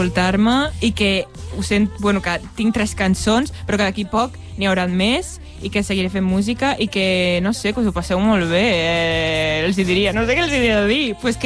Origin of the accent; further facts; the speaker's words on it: Catalonia, Spain; Per la meva zona, al Camp de Tarragona, al meu poble, algo farem.